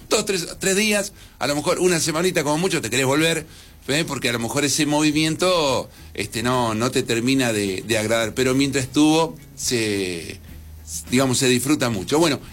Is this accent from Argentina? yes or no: yes; Argentina; si los argentinos somos discriminatorios a nivel general